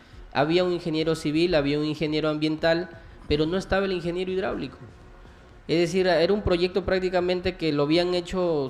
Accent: Santana, Piura, Peru; me lleva a mi pueblo, a Santana, claro, de nuevo prácticamente a radicar continuamente ahí. Yo ahí he nacido y he crecido, pero por motivo de estudio salí a Piura y allá viví 9 años, luego regresé a Santana

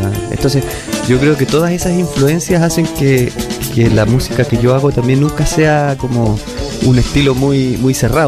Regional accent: Concepción, Biobío, Chile; also born or lived in Santiago; Mira, la verdad es que yo nací pequeño en Santiago, pero me vine muy, muy pequeño a Concepción, entonces soy ya criado oficialmente en Concepción.

